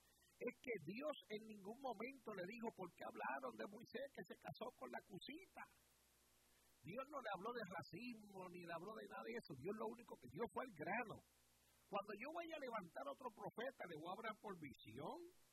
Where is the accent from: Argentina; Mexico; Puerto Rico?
Puerto Rico; Caguas; ahí está en tremenda obra en el pueblo mío, cerquita donde yo me crié, en Río Caña, por el sector, se llama eso, La Ponderosa.